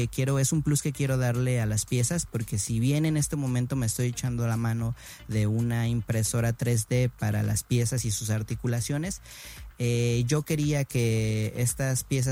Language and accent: Spanish; Mexico City, Mexico; yo soy de Ciudad de México